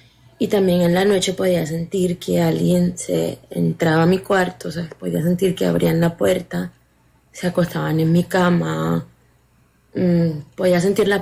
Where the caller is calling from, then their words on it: Cartagena, Bolívar, Colombia; Desde Cartagena.